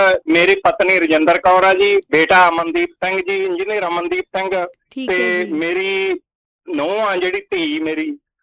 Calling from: Ludhiana district, Punjab, India; ਪਿੰਡ ਹਡੂਰ ਤਹਿਸੀਲ ਜਗਰਾਉਂ, ਜ਼ਿਲ੍ਹਾ ਲੁਧਿਆਣਾ।

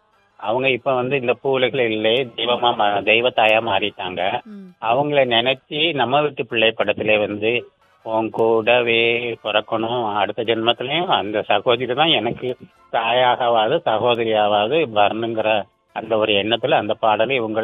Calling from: Nagercoil, Tamil Nadu, India

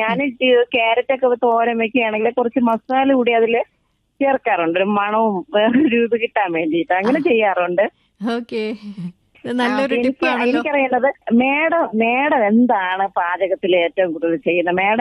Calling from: Neyyattinkara, Kerala, India; ഞാന് നെയ്യാറ്റിൻകരയിൽ നിന്ന് വിളിക്കുന്നതാണേ.

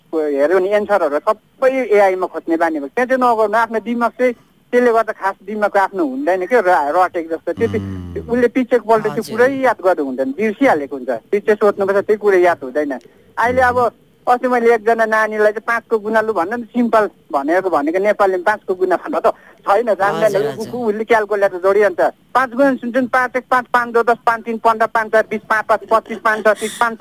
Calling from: Mirik, West Bengal, India; म तपाईँहरूको एकदम रेगुलर लिसनर मिरिक थर्मनिङ्गालीबाट … बोल्दैछु।

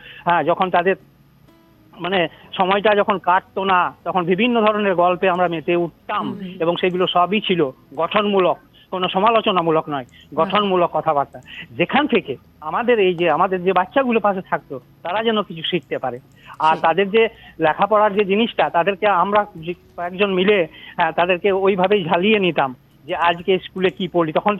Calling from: Dubrajpur, West Bengal, India; আমি পশ্চিমবঙ্গের বীরভূম জেলার দুবরাজপুর থেকে … কথা বলছি।

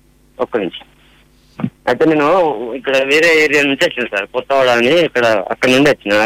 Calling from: Warangal, Telangana, India; Madam మాది Warangal కాశ్బుగ్గ madam.

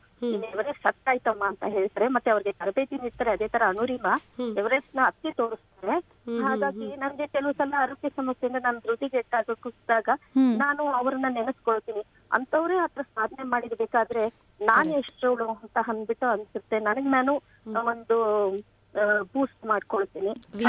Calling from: Mysore, Karnataka, India; ಮೈಸೂರಿನಿಂದ ಮಾತಾಡ್ತಾ ಇರೋದು.

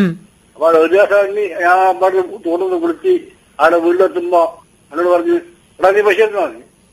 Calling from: Kerala, India; ഞാൻ വമ്പടിയിൽ നിന്നാണോ?

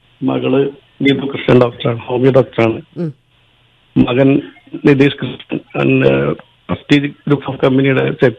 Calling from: Ponnani, Kerala, India; Ponnani.

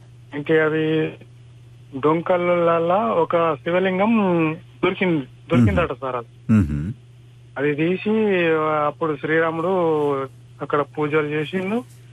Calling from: Donkeshwar, Telangana, India; నిజామాబాద్ జిల్లా డొంకేశ్వర్ గ్రామం నుండి

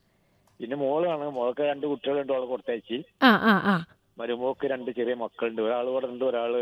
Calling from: Malappuram district, Kerala, India; ഞാന് പെരിങ്ങാപ്പ് കൊടപ്പുറം.

